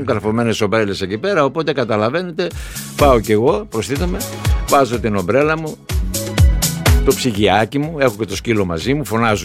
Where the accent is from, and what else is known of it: Greece